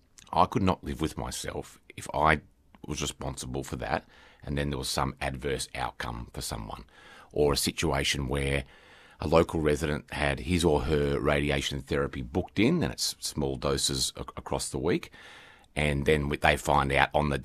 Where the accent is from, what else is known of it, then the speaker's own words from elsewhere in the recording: Victoria, Australia; I grew up near Portland